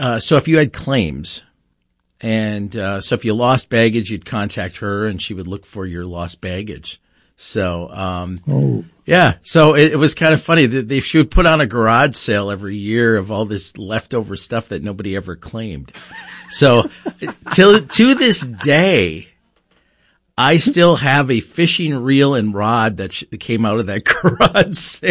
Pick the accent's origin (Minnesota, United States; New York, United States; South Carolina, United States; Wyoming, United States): Minnesota, United States; Eagan; No, I grew up actually down the street here from in Eakin.